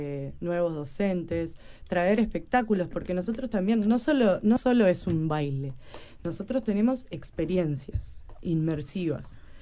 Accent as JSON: {"language": "Spanish", "country": "Uruguay", "said": "soy de Montevideo"}